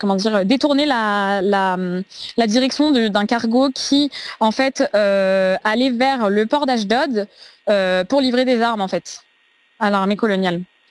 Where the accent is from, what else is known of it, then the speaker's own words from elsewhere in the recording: France; en tant qu'Européen et en tant que Français, d'autant plus, c'est notre héritage aussi